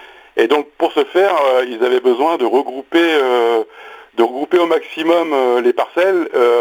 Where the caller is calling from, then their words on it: Pays de la Loire, France; j'appelle de la Sarthe, de l'ouest de la Sarthe exactement, près de Loué.